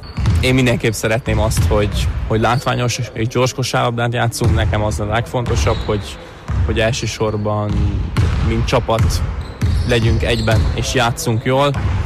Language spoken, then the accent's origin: Hungarian; Pécs, Baranya, Hungary; moved away as an adult; now in Paks, Hungary; Sziasztok, én Pécsről származom